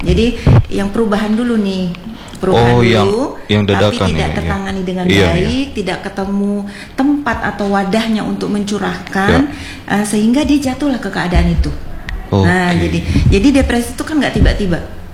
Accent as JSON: {"language": "Indonesian", "region": "Java", "country": "Indonesia", "said": "Nah, misalnya nih saya orang Jawa menikah sama orang"}